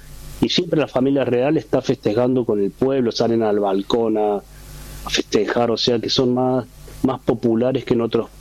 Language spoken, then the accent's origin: Spanish; Argentina; also born or lived in Spain / Finland; now in Norway; Sí, Miguel, yo me fui de Argentina muy joven. Primero viví unos años en España, de ahí me emigré a Finlandia, trabajé y aprendí finlandés. En 5 años viví en Finlandia y de ahí me vine a Noruega en el 2001.